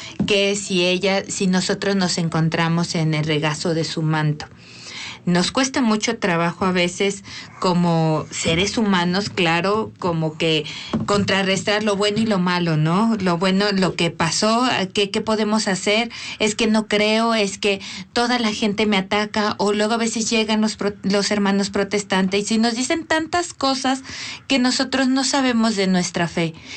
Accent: Mexico

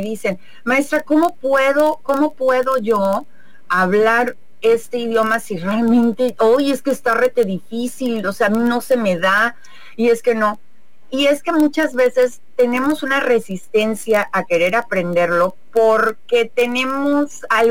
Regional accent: Mexico; accent: Mexican; first language Spanish; siempre vamos a tener el acento mexicano, ¿no? O sea, de que nos vayamos a otro lado, siempre vamos a hablar ese de esa manera, porque nuestra lengua materna es el español, y toda la vida hemos vivido acá.

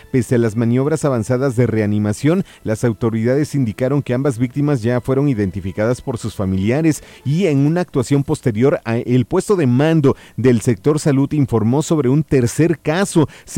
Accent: Mexico; cómo nos vamos a comportar como mexicanos

